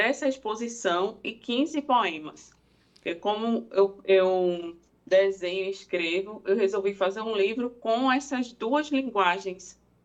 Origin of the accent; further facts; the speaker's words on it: També, Pernambuco, Brazil; born there; now in Timbaúba, Brazil; eu sou escritora e sou artista plástica aqui da Zona da Mata. Eu nasci em També e moro aqui em Timbaúba.